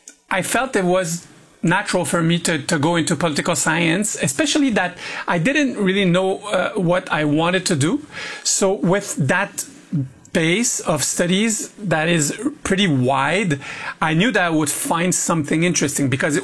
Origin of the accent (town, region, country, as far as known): Quebec, Canada; accent: French